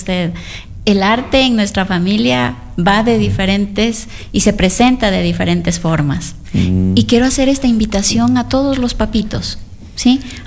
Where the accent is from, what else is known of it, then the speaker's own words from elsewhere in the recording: Loja, Ecuador; born there; now in Quito, Ecuador; Aquí nací en Loja